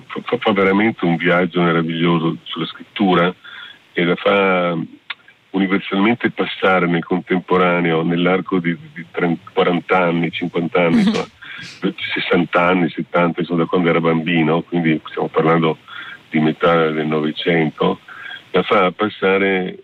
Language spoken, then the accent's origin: Italian; Venice, Veneto, Italy; sono veneziano.